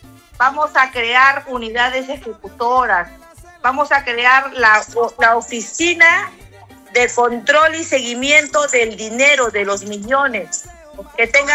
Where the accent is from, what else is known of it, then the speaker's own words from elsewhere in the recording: Ancash, Peru; con ayuda de mi pueblo ancashino.